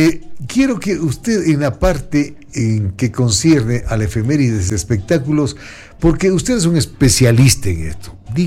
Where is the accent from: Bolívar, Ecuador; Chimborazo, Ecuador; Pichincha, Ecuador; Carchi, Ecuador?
Carchi, Ecuador; soy del Carchi, tierra linda, ¿se acuerda?